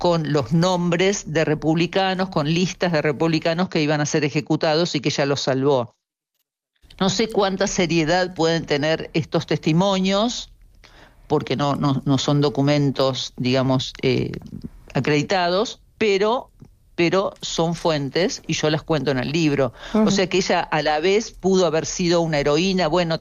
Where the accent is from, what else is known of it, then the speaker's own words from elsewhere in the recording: Argentina; bueno, yo soy argentina, pero digamos ese grupo de uruguayos